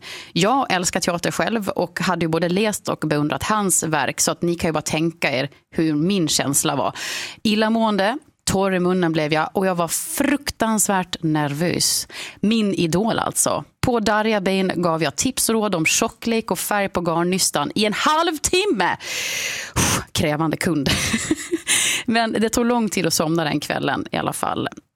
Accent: Sweden; och när kvinnan då i butiken förstod att vi var från Sverige, då skön hon upp, förstår ni.

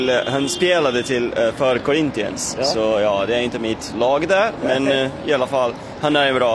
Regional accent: São Paulo, Brazil; Swedish is a second language; now in Sweden; Jag är från Brasilien och jag har precis kommit från semester därifrån.

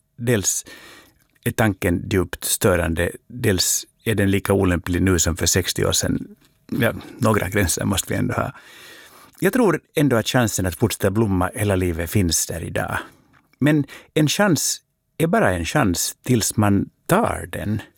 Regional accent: Finland; Alltså jag växte upp i Finland och började på 70-talet och nyfikenhet var liksom inget som de skulle uppmuntra alls.

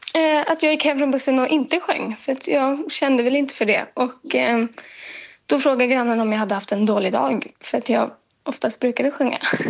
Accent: Uppsala County, Sweden; Så jag är från Uppsala, utanför Uppsala.

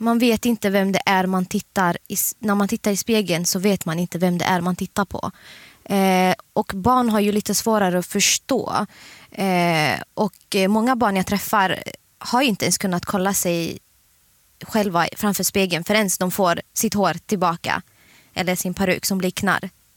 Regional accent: Eritrea; now in Sweden; Dels, jag är afrikan. Jag är ursprungligen från Eritrea, så man är van vid att peruker finns i ens kretsar

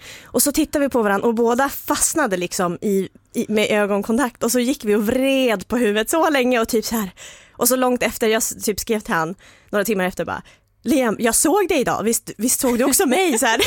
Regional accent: Umeå, Västerbotten County, Sweden; moved away; also born or lived in Melbourne, Australia; Och så ser jag längs gatan en kille från Umeå, jag kommer från Umeå

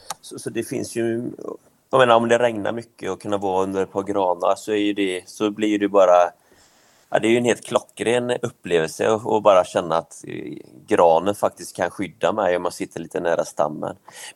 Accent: Västra Götaland County, Sweden; born there; Jag är ju född på en utanför Göteborg.

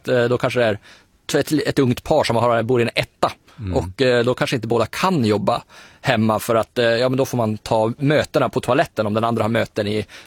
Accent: Luleå, Norrbotten County, Sweden; om man tar det till exempel Luleå där jag kommer ifrån, så där är 15-20 minuter med bil så kommer man nästan överallt

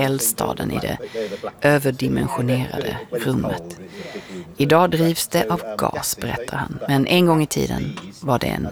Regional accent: Lund, Skåne, Sweden; Jag är från Lund själv och van vid den sortens inhemska lite studentikosa traditioner

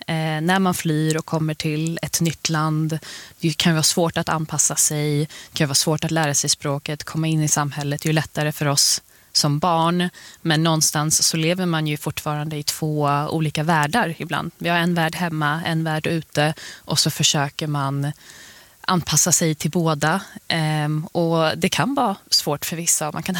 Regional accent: Botkyrka, Stockholm County, Sweden

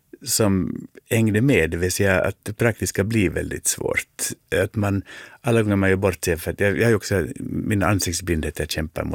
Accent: Finland; jag tycker att jag är väldigt finländsk på det viset

